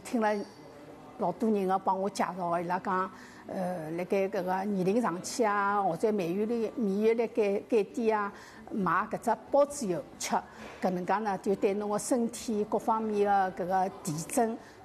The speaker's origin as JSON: {"language": "Chinese", "region": "Shanghai", "country": "China", "said": "我觉得呢同安村呢是阿拉上海人比较熟悉的一个店的品牌，"}